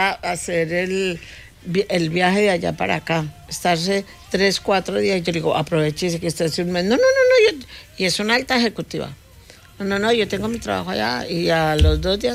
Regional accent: Colombia; Así se habla en Colombia.

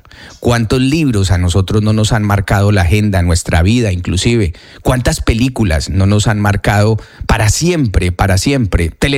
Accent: Colombia; Como colombianos que somos.

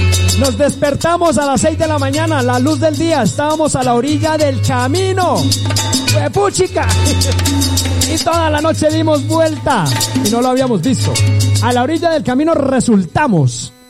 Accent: Pereira, Risaralda, Colombia; Yo soy de la Florida, regimiento por ahí de Pereira, Kennedy, hacia arriba, es el oriente de Pereira.

